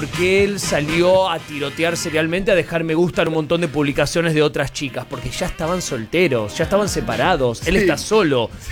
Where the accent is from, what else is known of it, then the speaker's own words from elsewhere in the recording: Ascensión, Buenos Aires Province, Argentina; Me encanta que hable de Ferré, que queda a 16 kilómetros de Ascensión, mi pueblo.